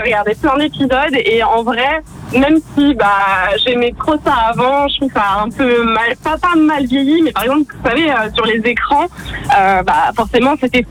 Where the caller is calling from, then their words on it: La Rochelle, Nouvelle-Aquitaine, France; Moi, de Charente-Maritime à La Rochelle.